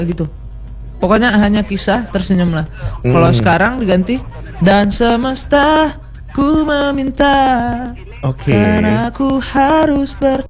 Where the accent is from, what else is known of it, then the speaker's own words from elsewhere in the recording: Takengon, Aceh, Indonesia; Teman-teman tongkrongan yang ada di Takengon, yang di kampungku.